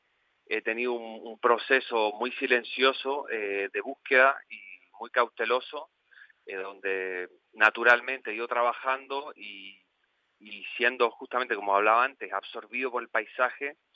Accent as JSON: {"language": "Spanish", "country": "Chile", "tie": "born or raised there", "also_born_or_lived": "Barcelona", "moved": "as an adult", "lives_now": "Canary Islands, Spain", "said": "Me cambié mucho de casa de pequeño cuando vivía en Chile. Mi madre trabajaba mucho, nos movíamos mucho, vivíamos siempre, bueno, de alquiler, de aquí a allá."}